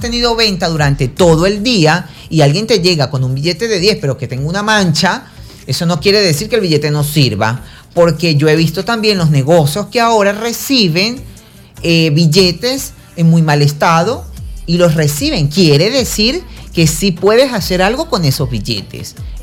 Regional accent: Venezuela

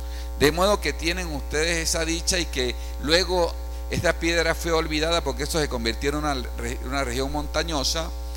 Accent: La Azulita, Mérida, Venezuela; moved away; porque la Zulita, mi pueblo, es un pueblo netamente nuevo, a finales del siglo XIX

